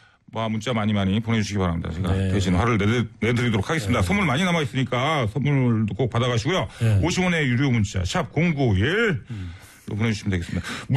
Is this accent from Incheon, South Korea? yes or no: yes; Incheon, South Korea; 저도 인천 사람인데.